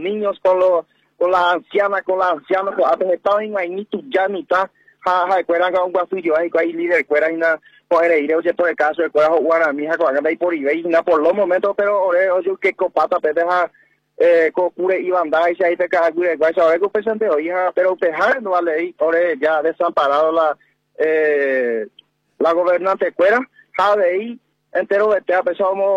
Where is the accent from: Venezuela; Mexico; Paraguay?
Paraguay; como paraguayo, como indígena, como nativo